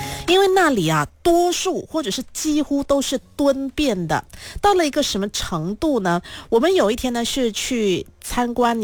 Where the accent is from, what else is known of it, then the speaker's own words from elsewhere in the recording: Malaysia; 哎，对我们马来西亚人来说是一个福音呢